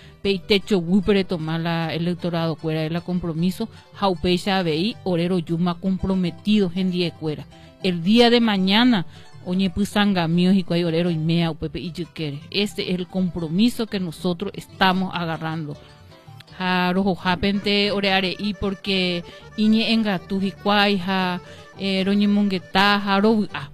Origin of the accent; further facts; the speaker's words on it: Paraguay; born there; San Antonio General Díaz, de aquí queda 25 kilómetros. Ese es Aicuata, a pesar de que es el lugar, la comunidad donde yo nací, es mi valle, donde está mi mamá y mi papá.